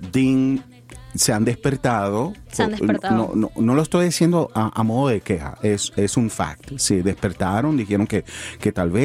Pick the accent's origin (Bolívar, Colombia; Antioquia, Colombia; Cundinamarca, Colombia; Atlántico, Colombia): Atlántico, Colombia; Barranquilla; now in Canada; yo somos de Barranquilla